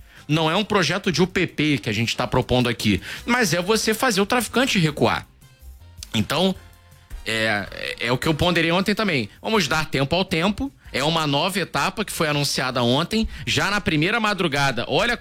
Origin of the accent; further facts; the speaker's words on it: Rio de Janeiro, Brazil; eu citei mais cedo onde eu fui criado, pega ali o conjunto do Ipaze, não é o mesmo conjunto do Ipaze que a gente citou lá na Praça C, que é um homônimo, né? Que fica ali na Vila Cosmos, Vicente de Carvalho.